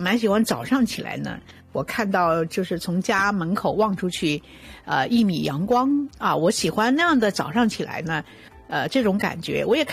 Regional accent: China; now in Toronto, Canada

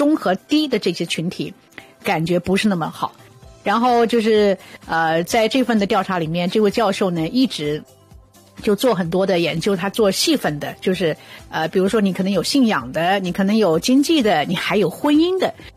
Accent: Canada

